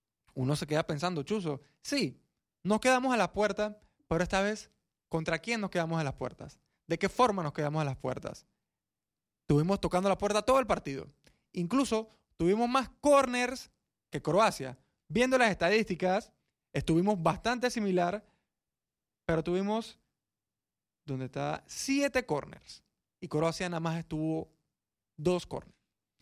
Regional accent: Panama; yo que soy panameño y he estudiado la historia de Panamá

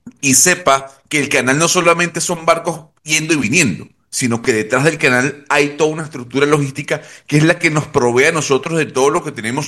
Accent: Panama

